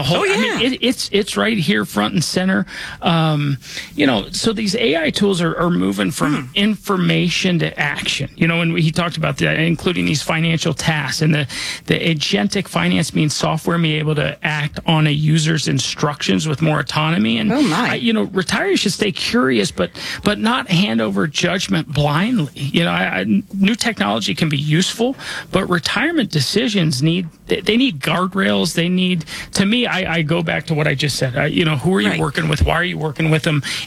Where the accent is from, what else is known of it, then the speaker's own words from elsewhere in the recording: Denver, Colorado, United States; I was born and raised here in Denver.